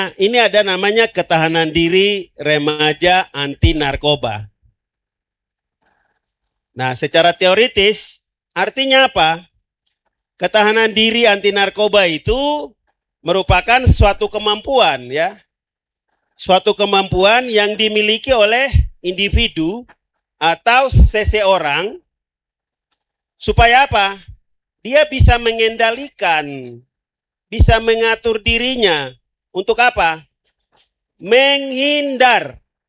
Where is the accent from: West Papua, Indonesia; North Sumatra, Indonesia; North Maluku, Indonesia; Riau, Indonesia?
West Papua, Indonesia; also born or lived in Wosi; Dulu saya juga anak Amban seperti kalian, kecil-kecil di Amban.